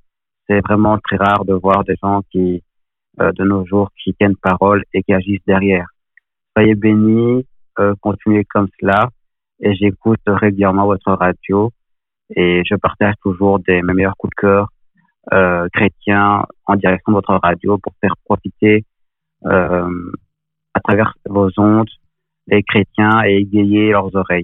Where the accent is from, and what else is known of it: Nivelles, Wallonia, Belgium